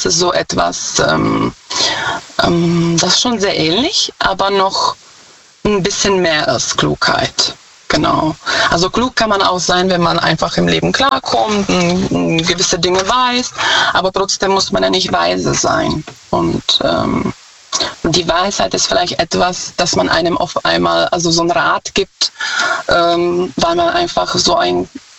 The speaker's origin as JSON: {"language": "German", "country": "Czechia", "second_language": "German", "said": "Ich komme ursprünglich aus Tschechien."}